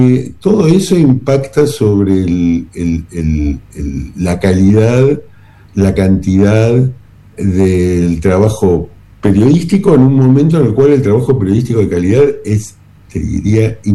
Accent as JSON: {"language": "Spanish", "country": "Argentina"}